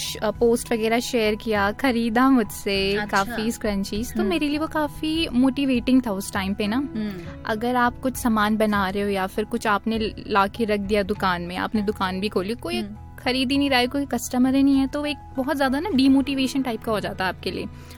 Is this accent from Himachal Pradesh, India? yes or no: no; Doiwala, Uttarakhand, India; छोटे से शहर से है, छोटी सी जगह से है, डोईवाला।